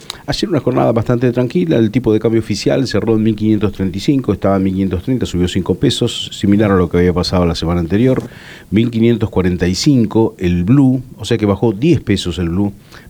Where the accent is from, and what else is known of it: Argentina